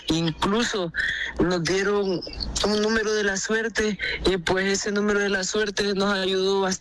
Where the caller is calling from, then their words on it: Ahuachapán, El Salvador; Desde Aguachapán.